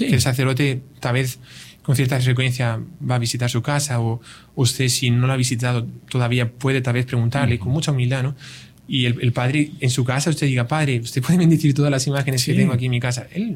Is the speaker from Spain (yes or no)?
yes; Spain; also born or lived in Brazil; now in El Salvador; en Brasil yo estuve mucho tiempo, aunque soy de España y estoy ahora en El Salvador